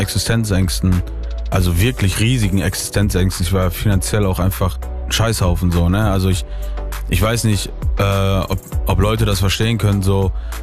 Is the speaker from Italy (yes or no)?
yes; Italy; Also ich bin Italiener